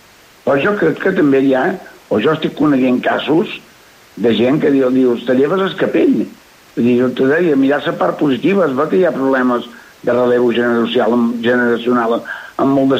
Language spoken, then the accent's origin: Catalan; Menorca, Balearic Islands, Spain; som menorquins